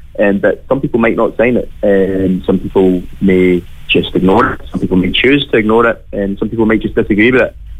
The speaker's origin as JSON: {"language": "English", "region": "Scotland", "country": "United Kingdom", "said": "as you maybe have heard with my accent, I'm from Scotland."}